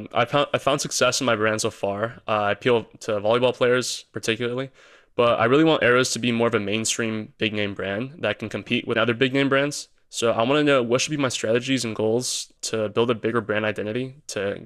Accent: Sacramento, California, United States; I'm from Sacramento, California

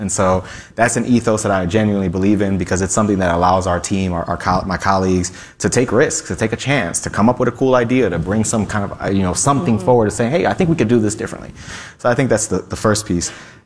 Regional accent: Ohio, United States; So I grew up on Stockyards neighborhood, west side of town, West 70th and Clark, 69 block of Clark. My family moved here from the 90s and from Puerto Rico.

